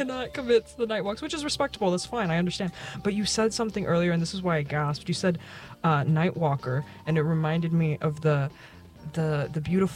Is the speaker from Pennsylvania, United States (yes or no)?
no; Fresno, California, United States; born or raised there